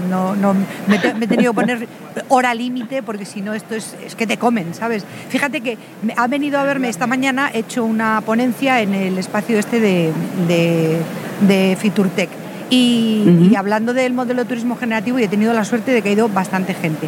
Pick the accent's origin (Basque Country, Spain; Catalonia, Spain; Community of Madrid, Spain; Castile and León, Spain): Castile and León, Spain; He ido al stand de Castilla y León, que también muy grande, hombre, en mi tierra, como no, y me he ido por supuesto al stand de Ávila